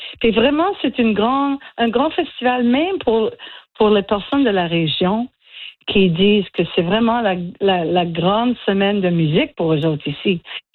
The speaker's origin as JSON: {"language": "French", "region": "Acadia", "country": "Canada", "said": "Et là, j'ai écrit quelque chose qui s'appelle … Je suis acadienne canadienne"}